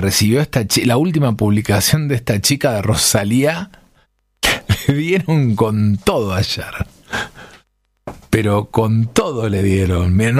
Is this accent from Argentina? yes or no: yes; Argentina; ¿Nosotros somos violentos los argentinos? Somos picarones, somos tribuneros.